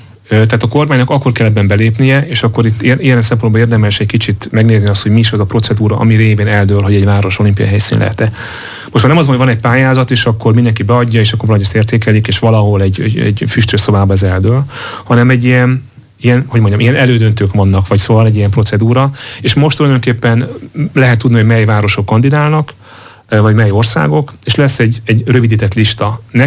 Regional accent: Hungary; mi büszke magyarok vagyunk

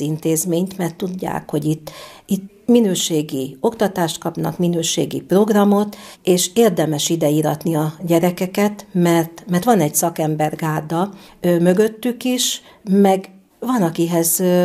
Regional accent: Nyíregyháza, Szabolcs-Szatmár-Bereg, Hungary; Mivel én tőzsgyökeres sóstóhegyi vagyok, említettem, én ide jártam iskolában, a szüleim is idevalóak, nagyszüleim is.

